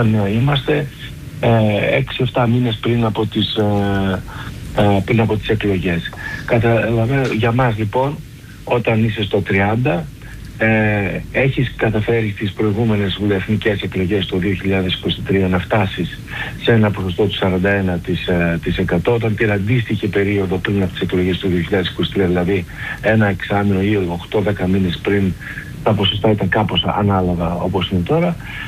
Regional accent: Arta, Epirus, Greece; Είμαι από την Άρτα, είμαι βουλευτής Άρτας.

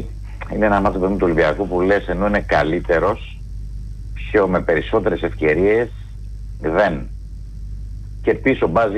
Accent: Loutsa, Attica, Greece; Και θα πω εκεί στα μέρη μου στη Λούτσα που έχει πολλές οδόνες

